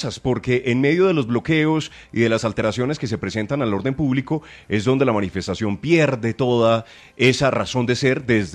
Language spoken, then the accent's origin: Spanish; Colombia; como colombianos tenemos el derecho de salir y la necesidad.